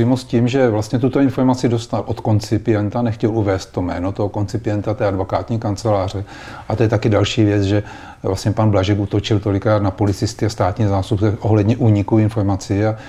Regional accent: Brno, South Moravian Region, Czechia

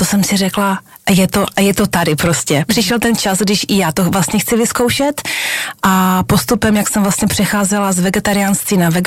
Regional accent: Moravia, Czechia; vrátila zpátky na Moravu, odkud pocházím

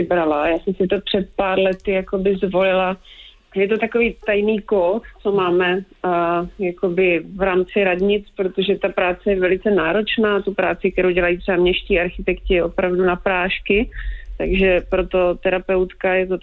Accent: Brno, South Moravian Region, Czechia; jak jsem z Brna, tak já jsem vždycky jezdila do Vídně často, takže to bylo to spádový město, hoďka a půl, že jo, je to blíž jak Praha vlastně

